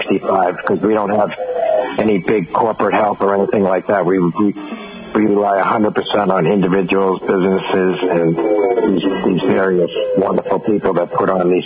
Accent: Quincy, Massachusetts, United States; also born or lived in Falmouth, Massachusetts; And I'm from Quincy, and that's why that's a Quincy-based address. But I grew up in the summers in Falmouth.

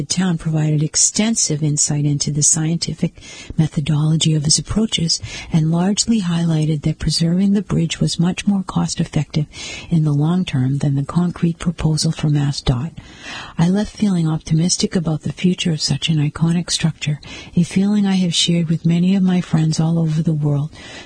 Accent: Australia; who has worked on similar projects in my hometown in Australia

